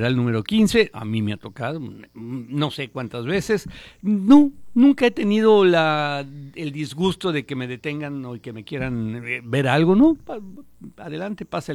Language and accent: Spanish; Mexico; nosotros como simples mexicanos